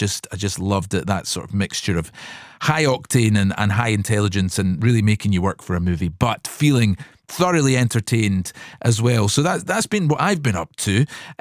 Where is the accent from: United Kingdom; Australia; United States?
United Kingdom; Scotland; I'm so Scottish, haven't I?